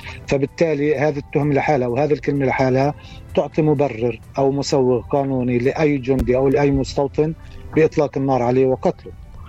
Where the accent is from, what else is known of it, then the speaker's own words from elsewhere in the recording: Palestine; في أجسادنا كفلسطينيين